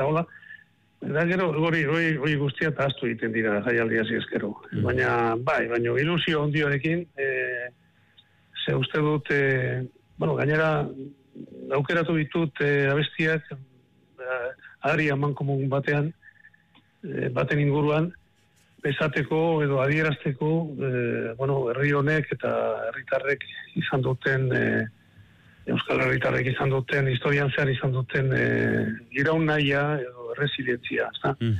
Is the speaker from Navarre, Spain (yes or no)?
no; Tarragona, Catalonia, Spain; born there; Ni ere Tarragonan jaio nintzen.